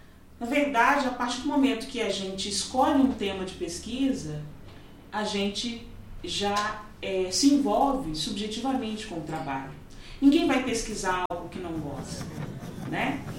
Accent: Oliveira, Minas Gerais, Brazil; Oliveira, que é a minha cidade natal, é onde eu vivo a experiência do reinado.

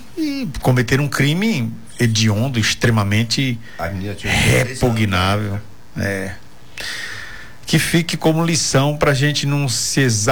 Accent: São Paulo, Brazil; born there; Eu nasci em São Paulo, você sabe? Poxa. Por isso que a gente tem um sotaque meio assim, né, mano?

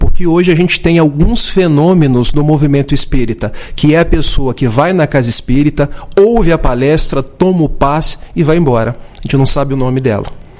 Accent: Itaperuna, Rio de Janeiro, Brazil; born there; now in Niterói, Brazil; sou nascido em Itapiruna, norte do estado do Rio de Janeiro, mas hoje moro em Niterói.

